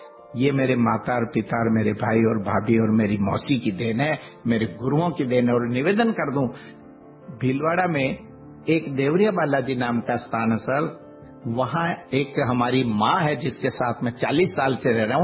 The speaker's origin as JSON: {"language": "Hindi", "region": "Rajasthan", "country": "India", "said": "उसमें राजस्थान से हम दो जने थे सर, एक बीकानेर से थे और एक मैं था।"}